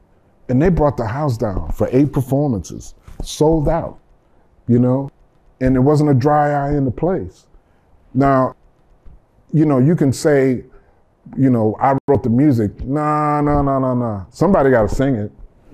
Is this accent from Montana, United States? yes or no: no; New Orleans, Louisiana, United States; this one woman who I grew up with in New Orleans